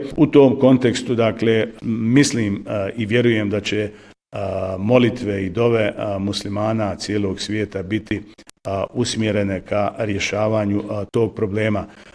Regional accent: Višegrad, Republika Srpska, Bosnia & Herzegovina; kojeg se ja sjećam kao dječak u mom zavičaju, ja sam neko ko se rodio, dakle, u okolini Višegrada, kako je to bilo u mojoj porodici, kako je to bilo u mom selu, kako je to bilo u mom kraju

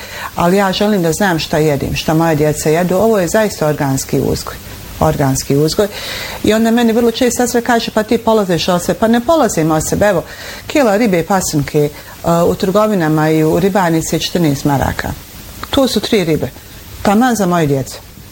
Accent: Bosnia & Herzegovina; Znate, mi smo Bosanci, ja ne znam, jedan narod poput našeg da voli, mi smo vesel narod, srdačan

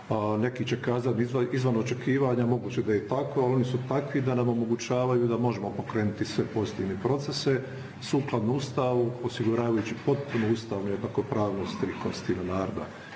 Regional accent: Bosnia & Herzegovina

